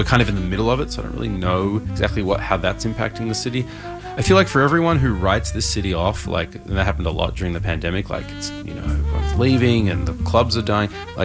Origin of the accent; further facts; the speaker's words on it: Melbourne, Victoria, Australia; now in New York, United States; Yeah, I came over here quite a few times just on trips, you know, just to hang out and to soak up the incredible melting pot that the city is.